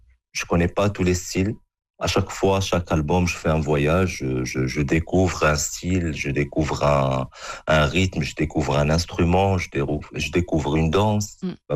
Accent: Morocco; moi, je suis un Marocain

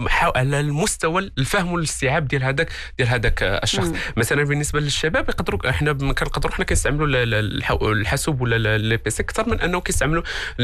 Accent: Morocco; وحنا كشعب مغربي واحد الثقافه ديال اننا نستعملوا هذوك الوسائل الرقميه

